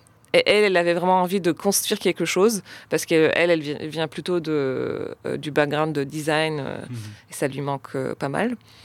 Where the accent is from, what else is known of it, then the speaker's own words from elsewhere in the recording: Russia; moved away; Parce que moi, j'ai grandi en Russie